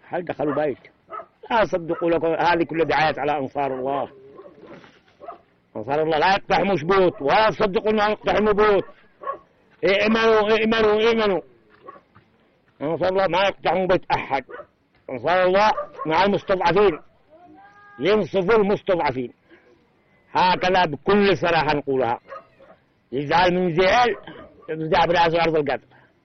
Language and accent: Arabic; Yemen; نحن أخوة ونحن مسلمين، كلنا نحن يمنيين.